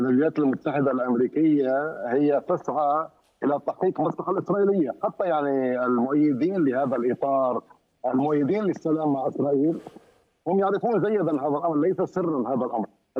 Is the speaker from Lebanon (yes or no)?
yes; Lebanon; نحن بحاجه كلبنانيين